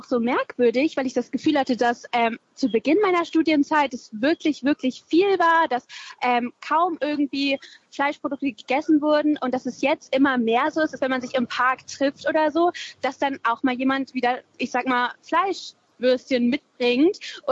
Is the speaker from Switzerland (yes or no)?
no; Lower Saxony, Germany; ich komme auch aus Niedersachsen und in meiner Familie war das einfach total prominent.